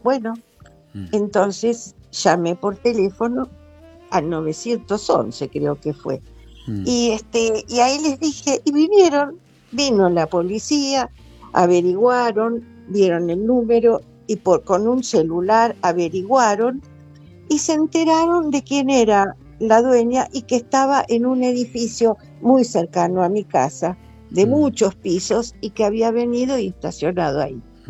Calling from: Coghlan, Buenos Aires, Argentina; de Coughlan.

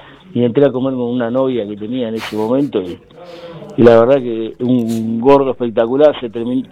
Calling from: Argentina; habla bien … de Alto Los Carrales, un pequeño productor ganadero.

